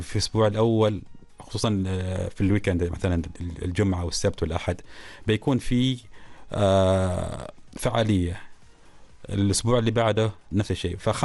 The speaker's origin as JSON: {"language": "Arabic", "country": "Oman", "said": "عندنا في عمان"}